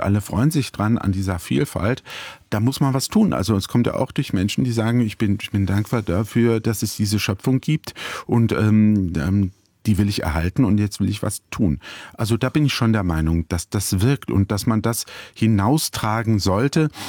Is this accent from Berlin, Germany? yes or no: no; Butzbach, Hesse, Germany; Ja, auch bei uns in Putzbach, wo ich zu Hause bin, in meiner Heimatstadt, gibt es eine Genossenschaft